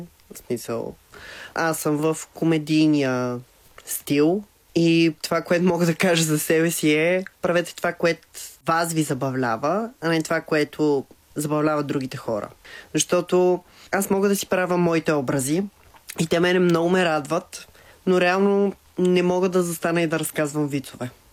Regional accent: Kyustendil, Kyustendil Province, Bulgaria; accent: Shopski dialect; Аз съм от Кюстендил. Там си говорим на шопски.

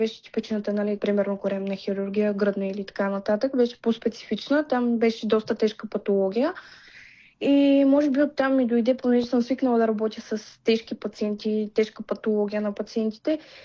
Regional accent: Pleven, Pleven Province, Bulgaria; also born or lived in Sofia; аз след завършването си, нали, вече след официално взетия последен държавен изпит, се прибрах по моя роден край, а именно в Плевен.

